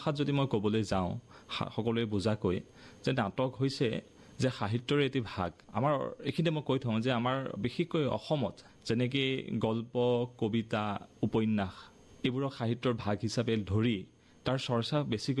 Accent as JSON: {"language": "Assamese", "town": "Nagaon", "region": "Assam", "country": "India", "said": "মই নগাঁৱৰ বাসিন্দা"}